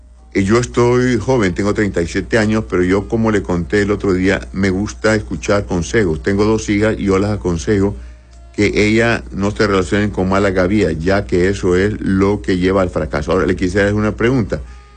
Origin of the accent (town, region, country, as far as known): Honduras